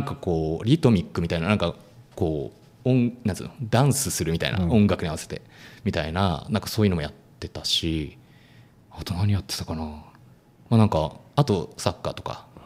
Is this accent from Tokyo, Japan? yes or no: yes; Tokyo, Japan; あ、出身は、東京ですね。